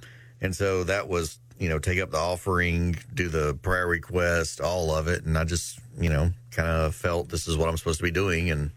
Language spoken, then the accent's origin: English; Buchanan County, Virginia, United States; I grew up in Buchanan County.